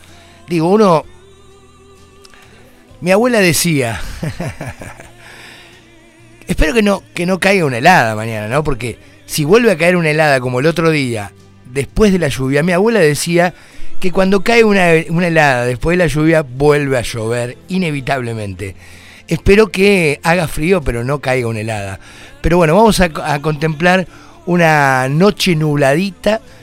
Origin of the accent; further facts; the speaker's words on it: Argentina; Pero bueno, ustedes saben cómo somos todos los argentinos. Los argentinos somos...